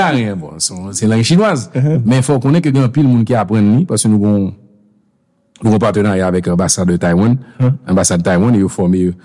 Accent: Haiti; Donc, c'est pas parce qu'on est fier qu'on est haïtien

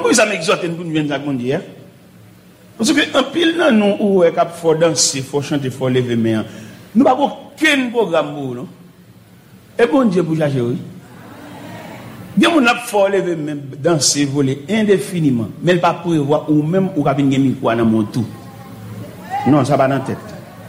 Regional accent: Haiti; Parce que nous-mêmes, haïtiens chrétiens, avec des petits groupes haïtiens que l'église là

